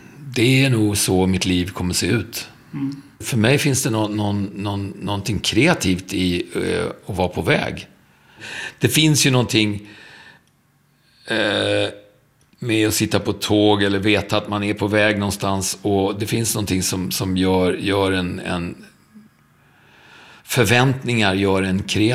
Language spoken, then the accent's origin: Swedish; Stockholm, Stockholm County, Sweden; Stockholm är ju min hemstad.